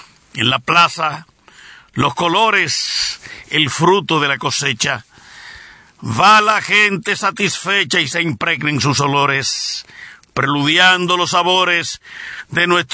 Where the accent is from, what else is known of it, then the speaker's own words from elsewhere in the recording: Santiago de los Caballeros, Santiago, Dominican Republic; Como en Santiago nací, soy un simple cibaeño, un provinciano risueño, dichoso de ser así. En esta tierra crecí, entre sus montes y ríos, caminos y caseríos